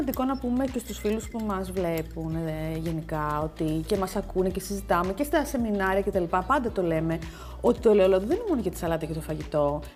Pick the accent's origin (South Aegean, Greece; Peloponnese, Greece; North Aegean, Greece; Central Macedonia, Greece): Peloponnese, Greece; από τη Μεσσηνία που είναι και η πατρίδα μου.